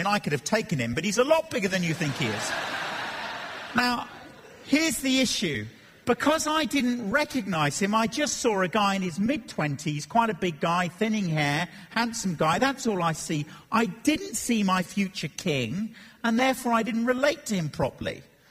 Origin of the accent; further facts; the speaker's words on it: England, United Kingdom; I'm English